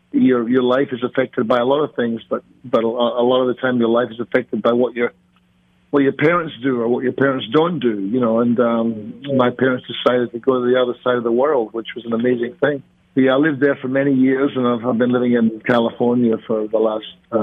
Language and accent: English; Australia; also born or lived in Scotland; Yeah, I was born in Scotland. Then we emigrated to Australia like a lot of people did.